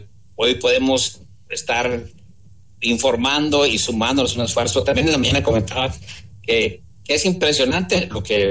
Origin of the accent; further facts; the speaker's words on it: Ciudad Valles, San Luis Potosí, Mexico; como buenos mexicanos y a lo mejor como buenos vallenses